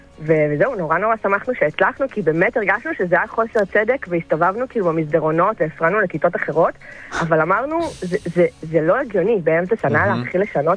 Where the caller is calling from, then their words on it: Rishon LeZion, Central District, Israel; אני מראשון